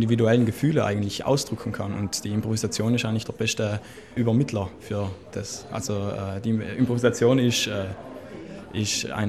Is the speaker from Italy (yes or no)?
yes; Trentino-Alto Adige, Italy; moved away as an adult; now in Innsbruck, Austria; ich werde 21 Jahre am 19. Juli. Ich komme ursprünglich aus Diesens und studiere gerade in Innsbruck